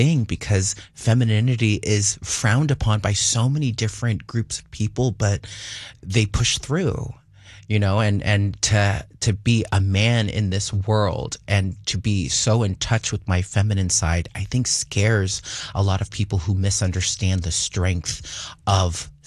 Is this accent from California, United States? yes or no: yes; Fresno, California, United States; born there; moved away; also born or lived in Massachusetts; I did do some growing up in Fresno, California